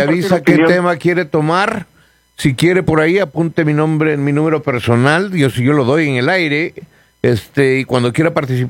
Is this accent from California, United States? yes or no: yes; Los Angeles, California, United States; also born or lived in Ecuador; Nací en Ecuador, pero crecí desde joven en Los Ángeles.